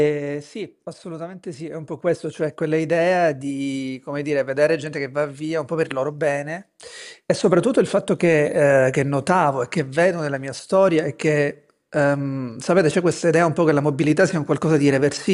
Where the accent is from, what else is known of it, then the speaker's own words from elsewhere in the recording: Milazzo, Sicily, Italy; moved away as an adult; also born or lived in Palermo / Rome; now in Berlin, Germany; io sono nato e cresciuto in Sicilia, appunto, poi mi sono formato tra l'Università di Palermo e la Sapienza a Roma e al fine dei miei studi ho vinto una borsa di studio per andare in Germania